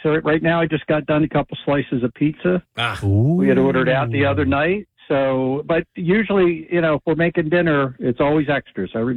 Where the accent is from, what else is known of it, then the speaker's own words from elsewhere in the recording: Pomona, New Jersey, United States; now in Galloway, United States; Yeah, I grew up in Pomona.